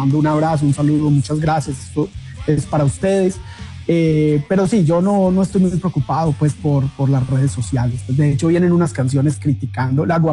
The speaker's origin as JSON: {"language": "Spanish", "region": "Antioquia", "country": "Colombia", "said": "yo soy antioqueño y quería hacer algo más relacionado, más cercano a los Andes, a la región a la que yo pertenezco"}